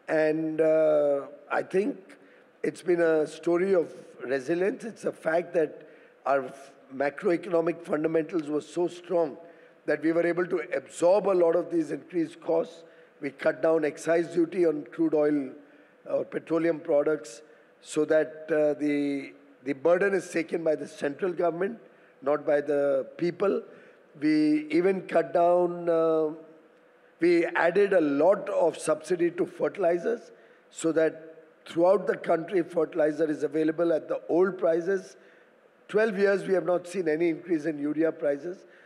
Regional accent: Mumbai, Maharashtra, India; I come from Mumbai where the rains are in full swing.

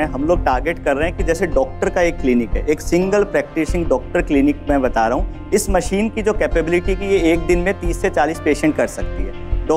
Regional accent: Jhunjhunu, Rajasthan, India; so sir मैं भी झुंझुनू राजस्थान से हूँ आप भी सर झुंझुनू से हैं

